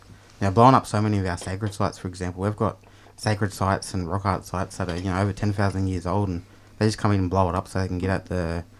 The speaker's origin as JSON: {"language": "English", "region": "New South Wales", "country": "Australia", "moved": "yes", "said": "I'm actually from Yuin Nation, which is up on the south coast of New South Wales, about 1,000 kilometres away from here."}